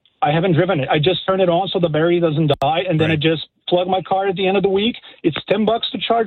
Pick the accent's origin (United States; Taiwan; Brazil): Brazil; now in Nova Scotia, Canada; Well, I'm from Brazil originally